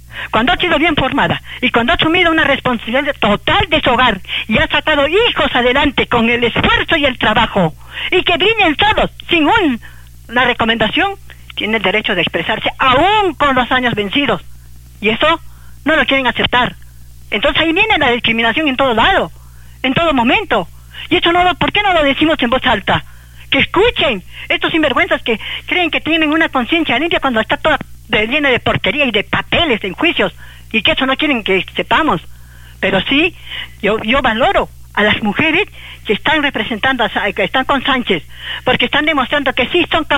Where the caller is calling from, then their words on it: Peru; así no somos las mujeres peruanas